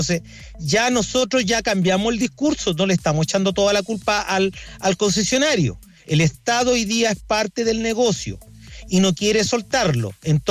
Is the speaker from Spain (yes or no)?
no; Chile; otro problema que tenemos como chilenos